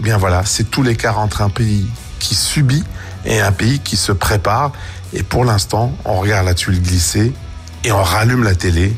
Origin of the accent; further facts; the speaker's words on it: Belgium; Et chez nous, en Belgique, Jean-Pascal Van Ypersel nous dit exactement la même chose.